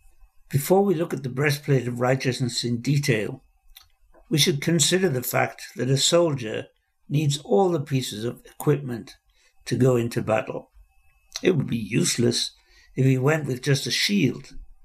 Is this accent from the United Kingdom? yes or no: yes; Newcastle upon Tyne, North East England, United Kingdom; born there; I was born in Newcastle upon Tyne.